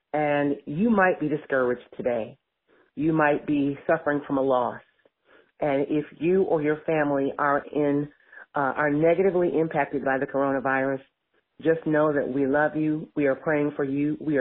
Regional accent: Michigan, United States; I'm from Michigan. My daddy was a great pastor.

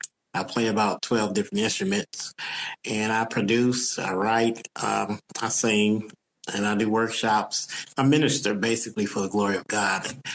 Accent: Cleveland, Ohio, United States; also born or lived in Cincinnati, Ohio; I was born in Cincinnati, Ohio, where my father pastored a church called St. Mark. At the age of 3 years old, he was relocated to Cleveland, Ohio

